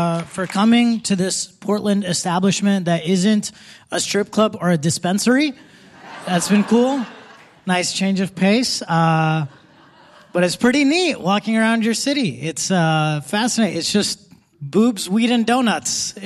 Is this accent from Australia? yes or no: no; India; born there; I was born in India